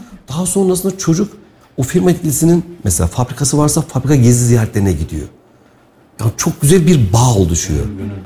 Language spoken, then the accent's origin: Turkish; Kayseri, Turkey; Ben Kayseri'de bunu çok hoşuma gidiyor. Ben de Kayseri'liyim.